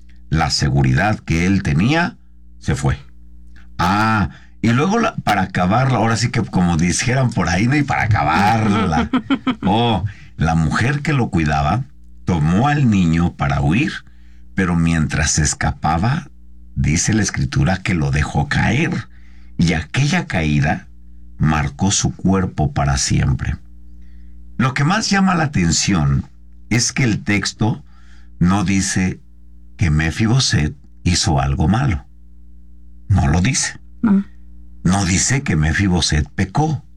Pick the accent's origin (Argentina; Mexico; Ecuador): Mexico; Mexico City; also born or lived in Gómez Palacio, Durango; Cuando ese señor, nosotros somos de Gómez Palacio, Durango. Cuando este señor se junta con mi mamá, nos trae a la Ciudad de México.